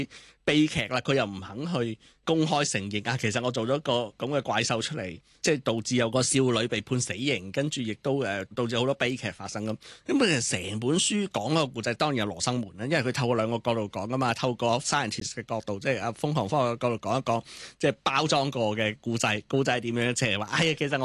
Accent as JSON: {"language": "Cantonese", "country": "China", "said": "即譬如我们中国人讲僵尸是不是，即是讲这个湘西赶尸"}